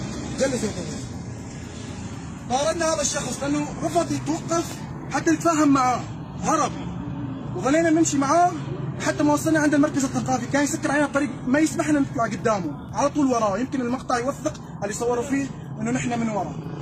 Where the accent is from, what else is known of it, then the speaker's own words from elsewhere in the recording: Syria; أنا إنسان سوري شريف، مستحيل أتنازل.